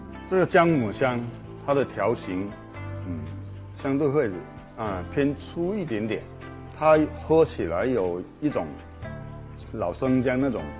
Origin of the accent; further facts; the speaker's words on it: Shantou, Guangdong, China; 像我们老家是潮南那边的